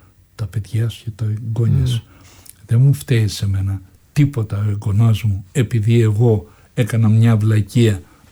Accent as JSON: {"language": "Greek", "town": "Anogeia", "region": "Crete", "country": "Greece", "said": "να παίξω στο χωριό μου και να κάνω και τον πιο εμβληματικό ήρωα του χωριού που μεγαλούργησε"}